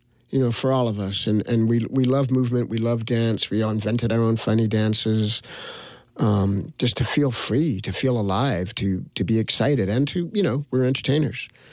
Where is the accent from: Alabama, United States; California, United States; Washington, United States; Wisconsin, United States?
California, United States; Hollywood; But we grew up in Hollywood. We ran around on the streets in Hollywood. We were so used to, like, I lived in West Hollywood where it was nothing.